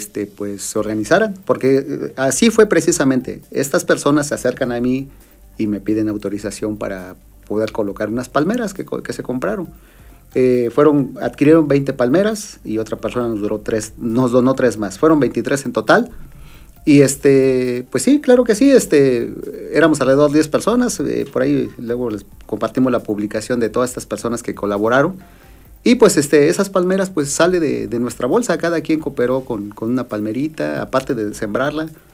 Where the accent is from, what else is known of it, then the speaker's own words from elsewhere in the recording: San Juan Bautista Tepejillo, Oaxaca, Mexico; En mi pueblo, en Tepejillo